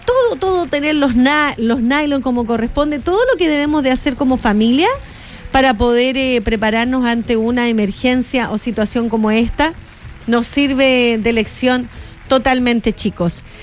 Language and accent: Spanish; north, Chile; Estructuralmente no estamos preparados, somos el norte de Chile